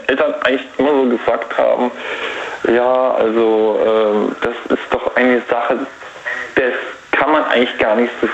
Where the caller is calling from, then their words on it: Heidelberg, Baden-Württemberg, Germany; Ich komme aus dem Heidelberger Raum.